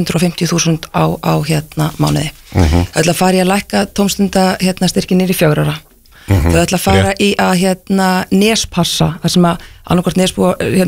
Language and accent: Icelandic; Seltjarnarnes, Capital Region, Iceland; ég hjóla ef þessa brú daglega sem Seltirningur